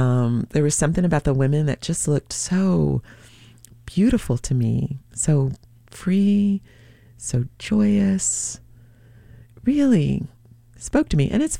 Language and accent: English; Atlanta, Georgia, United States; I am from Atlanta, Georgia.